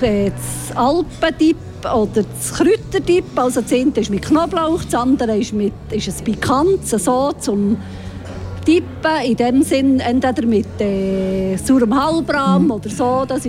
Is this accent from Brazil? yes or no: no; Därstetten, Bern, Switzerland; ich komme aus Därstetten und arbeite bei der Swiss Alpine Herbs.